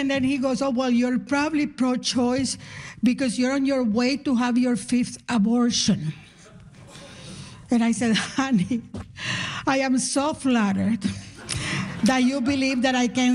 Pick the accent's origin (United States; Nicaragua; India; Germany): Nicaragua; now in Canada; Because I'm from Nicaragua and we always feared an American invasion. I live with that fear. And for years I was here in Canada, not fearing an American invasion.